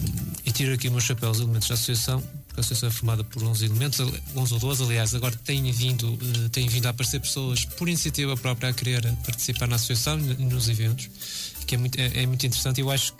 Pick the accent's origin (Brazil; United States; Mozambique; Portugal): Portugal; Lamego, Norte; now in Paredes, Portugal